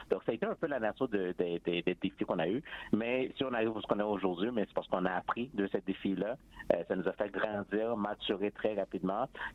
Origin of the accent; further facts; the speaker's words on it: Montreal, Quebec, Canada; ici chez nous à Montréal